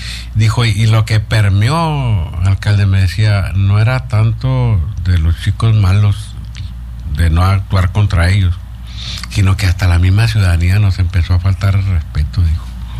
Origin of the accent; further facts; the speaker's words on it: Mexico; nosotros como mexicanos